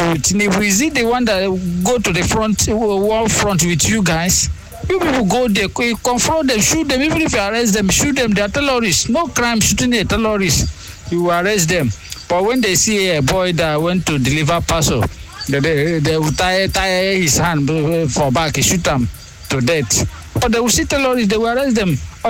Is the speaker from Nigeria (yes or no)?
yes; Nigeria; being a Nigerian